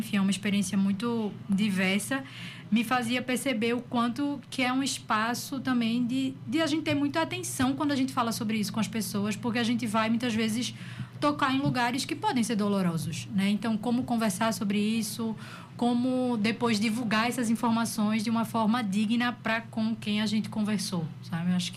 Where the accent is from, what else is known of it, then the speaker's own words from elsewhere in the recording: Brazil; moved away as an adult; era muito estranho estar como brasileira numa disciplina, né, que falava sobre povo brasileiro